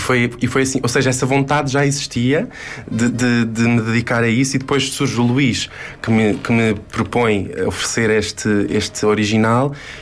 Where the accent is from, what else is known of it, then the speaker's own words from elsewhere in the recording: Figueira da Foz, Centro, Portugal; um amigo meu da Figueira da Foz, que é a minha cidade natal